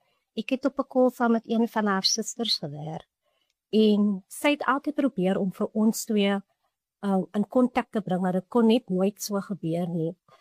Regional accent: Belhar, Western Cape, South Africa; trotse meisie van die klein dorpie Bellaar. Dit is een van die lekkerste plek om in groot te word

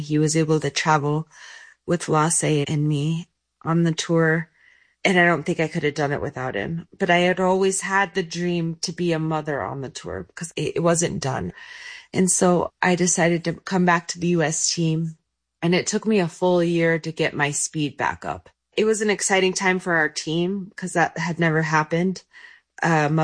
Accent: Colorado, United States; I grew up in Colorado. I was born to a ski shop owner. named Buzz. I grew up basically with skis on my feet.

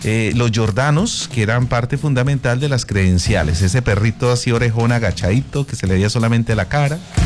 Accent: Bucaramanga, Santander, Colombia; born there; Yo soy de Bucaramanga

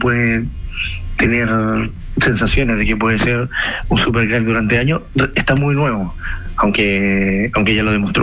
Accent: Chile; now in Barcelona, Spain; Peor somos nosotros los chilenos que ni estamos.

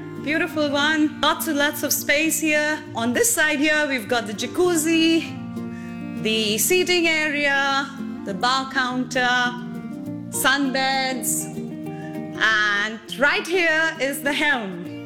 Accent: Oman; moved away as an adult; now in Singapore; So I was born and raised in Oman. Four generations of our family have been living in Oman up until 2004, when my husband got a project invitation to come and work in Singapore for a bit.

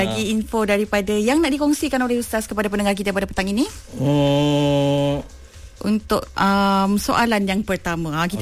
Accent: Sarawak, Malaysia; Saya tak bagi tahu pun Ustaz tahu saya daripada Sarawak.

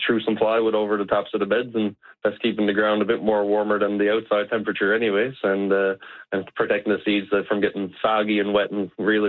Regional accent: Witless Bay, Newfoundland and Labrador, Canada; I remember growing up, I'm from Whitless Bay on the Southern Shore.

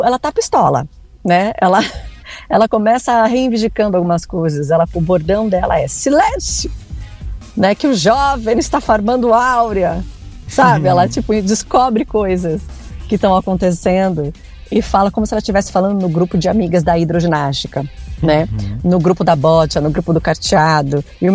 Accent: São Paulo, Brazil; Eu sou de São Paulo, né?

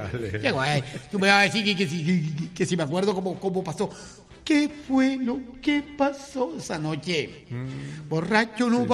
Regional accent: Soledad, Atlántico, Colombia; born there; Yo nací en El Porvenir.

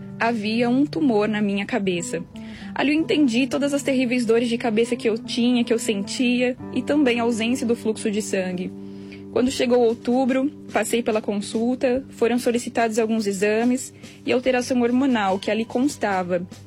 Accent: Lençóis Paulista, São Paulo, Brazil; Paz do Senhor, irmãos … tenho 28 anos, cidade de Lençóis Paulista, São Paulo, e sou da Igreja Pentecostal Deus é Amor desde o meu nascimento.

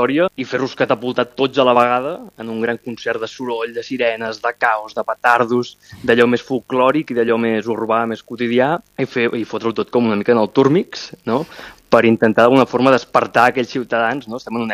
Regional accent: Mataró, Catalonia, Spain

